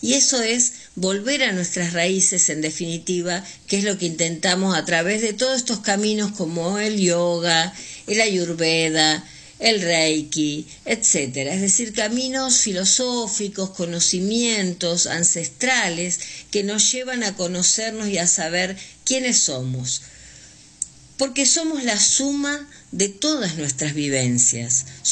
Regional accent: Puerto Gaboto, Santa Fe, Argentina; moved away as an adult; also born or lived in San Lorenzo / Río Negro / Chubut; mi familia es de Puerto Gaboto, yo me crié en Puerto Gaboto y la verdad que es como el lugar donde me identifico, ese lugar que es como mi propia vida.

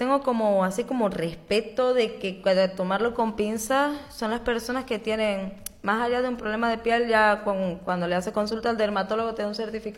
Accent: Maracaibo, Zulia, Venezuela; moved away as an adult; now in Santiago, Chile; Yo llegué en pleno invierno y yo no tenía ropa de invierno ni a palo porque en Venezuela, va, en Maracaibo no existe el invierno.

